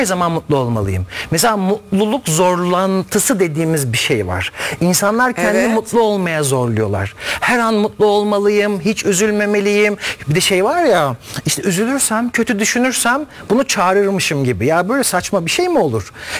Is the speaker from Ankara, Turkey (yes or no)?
yes; Bala, Ankara, Turkey; Ben Ankara Bayla'lıyım. Ankara Bayla'dan diyorum bir Kenan çıkmış diyorum, bir Beyhan çıkmış.